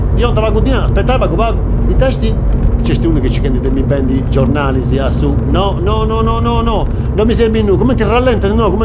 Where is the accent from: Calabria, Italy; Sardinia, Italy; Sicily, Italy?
Sardinia, Italy; Capoterra; Io sono di Capoterra.